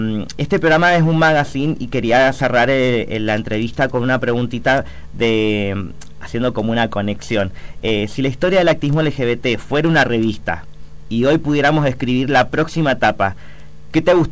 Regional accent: Mendoza, Argentina; somos de Mendoza, obviamente

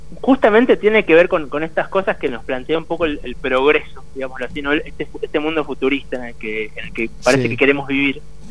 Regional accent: Argentina

